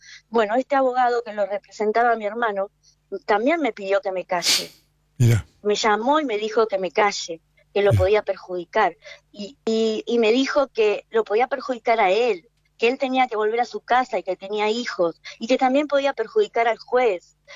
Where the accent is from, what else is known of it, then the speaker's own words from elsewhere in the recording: Argentina; Yo soy argentina, tengo familia, toda mi familia es argentina y nos sentimos abandonados, ¿no?